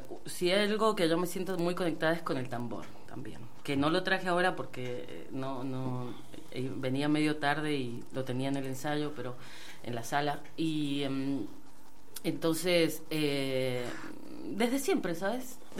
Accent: Mendoza, Argentina; now in Godoy Cruz, Argentina; Y bueno, entonces yo, si bien nací aquí en Mendoza, en Ciudad de Mendoza, he vivido por muchos departamentos y siempre fui nómade, ¿no?

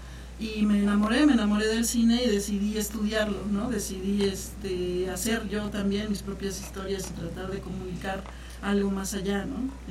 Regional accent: Puebla, Mexico; born there; yo nací aquí en Puebla, estudié cine en la UNAM

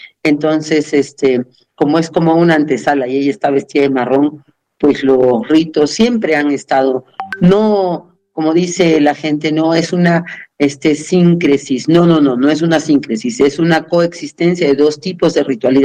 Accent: Cusco, Peru; also born or lived in Lima; mi lugar es la montaña, entonces me trajeron a los días de nacida, pues, al lugar donde ellos vivían, el Cusco.

